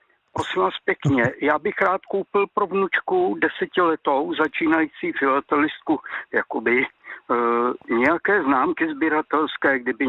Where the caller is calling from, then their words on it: Beroun District, Central Bohemian Region, Czechia; A jsem z Berounska